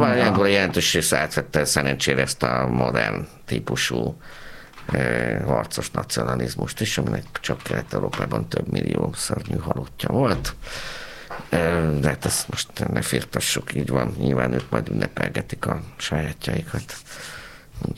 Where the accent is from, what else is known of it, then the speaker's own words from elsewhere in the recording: Pécs, Baranya, Hungary; Tudod, én pécsi vagyok